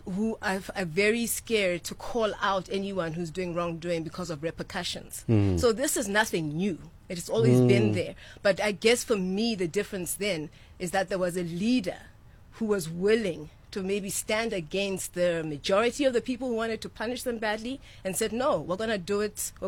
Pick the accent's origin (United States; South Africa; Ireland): South Africa; You know, for South Africans have always stood up for what's just, what's wrong, what's true, what's ailing, right? And they've always been, contrary to even popular belief, as being told that we were given our democra